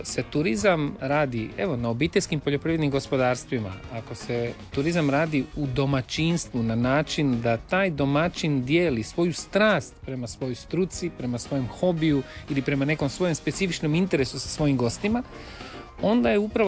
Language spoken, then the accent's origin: Croatian; Karlovac, Karlovac County, Croatia; mi u Karlovcu, ja sam iz Karlovca